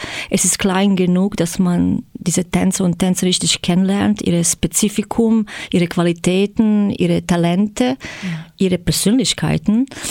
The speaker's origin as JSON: {"language": "German", "town": "Zagreb", "region": "City of Zagreb", "country": "Croatia", "tie": "born or raised there", "second_language": "German", "moved": "as an adult", "lives_now": "Germany", "said": "Okay, ich komme aus Kroatien, in Zagreb geboren. Und ja, hier zugezogen in August, vor einem Monat jetzt."}